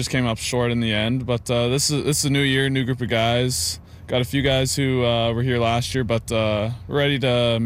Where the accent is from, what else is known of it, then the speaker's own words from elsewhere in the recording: Muenster, Saskatchewan, Canada; I am from Saskatchewan. I'm from Munster, Saskatchewan, actually.